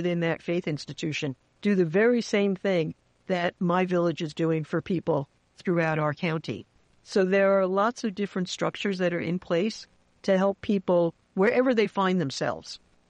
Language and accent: English; New York, United States; because I'm a New Yorker, so I talk fast